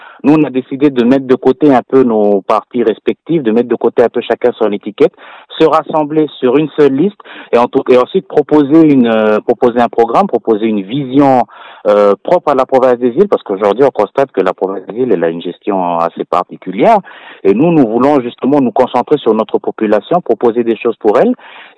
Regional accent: New Caledonia; nous, on est sur terre coutumière et qu'on est essentiellement des Kanaks et nous avons nos valeurs et nos coutumes

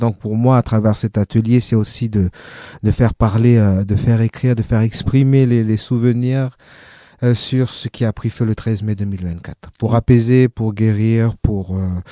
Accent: Lifou, Loyalty Islands Province, New Caledonia; moi j'ai grandi à Lifou, je parle pas le Lifou

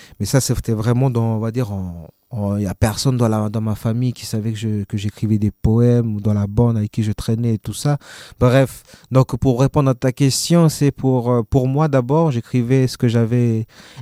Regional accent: Lifou, Loyalty Islands Province, New Caledonia; moi j'ai grandi à l'Ifou, je parle pas le l'Ifou

